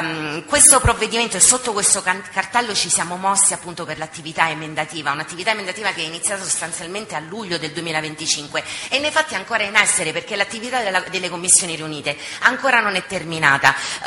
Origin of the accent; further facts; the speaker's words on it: Abruzzo, Italy; io sono abruzzese